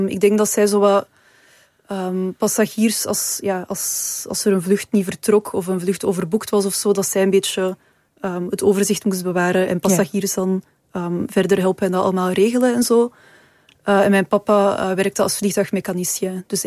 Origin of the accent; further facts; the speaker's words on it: Mechelen, Flanders, Belgium; Ik ben opgegroeid in Mechelen. We woonden... aan een kanaal.